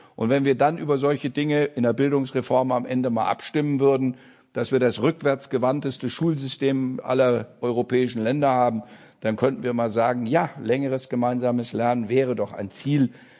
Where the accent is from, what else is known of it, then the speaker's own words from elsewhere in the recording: Teufelsmoor, Lower Saxony, Germany; born there; wäre für den Pfälzerwald gut, wäre für das Teufelsmoor gut, wo ich geboren bin, also für dünn besiedelte Regionen.